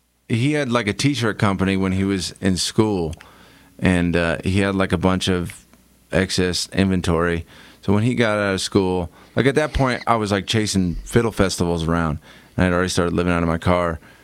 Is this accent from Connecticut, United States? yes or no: yes; Connecticut, United States; now in Wyoming, United States; Born and raised in Connecticut